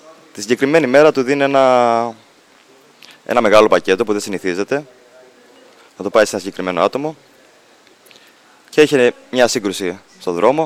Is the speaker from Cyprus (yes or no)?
yes; Larnaca, Larnaca District, Cyprus; Μεγάλωσα, γεννήθηκα στην Κύπρο, ναι. Είμαι γεννημένος στη Λάρνακα.